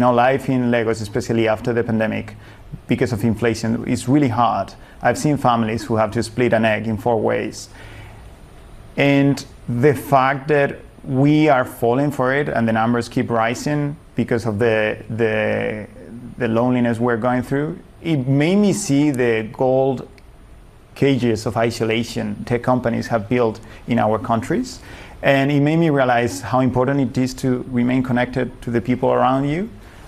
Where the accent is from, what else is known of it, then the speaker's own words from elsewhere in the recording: Spain; We are from Spain, and we are three brothers, and I'm the youngest.